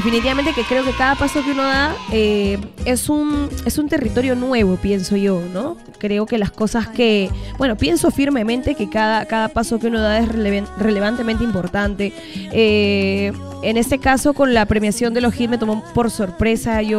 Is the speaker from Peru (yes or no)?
yes; Peru; Totalmente, somos producto peruano